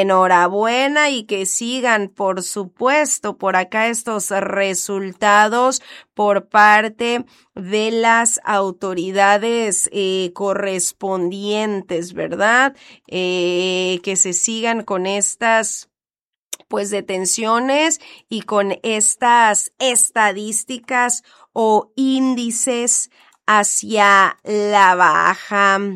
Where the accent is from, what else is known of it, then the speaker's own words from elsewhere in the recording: Mexico; fui como buena mexicana, de última hora andar correteando uniformes